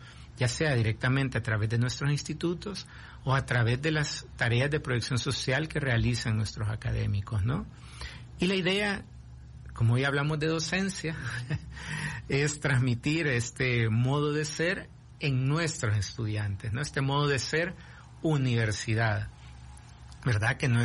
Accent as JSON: {"language": "Spanish", "country": "El Salvador", "said": "vamos a salir adelante como sociedad salvadoreña"}